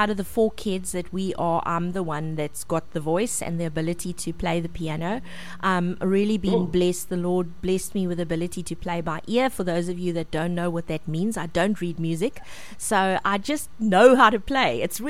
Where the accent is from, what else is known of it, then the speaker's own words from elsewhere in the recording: Gqeberha, Eastern Cape, South Africa; born there; now in George, South Africa; I was born in Gqeberha.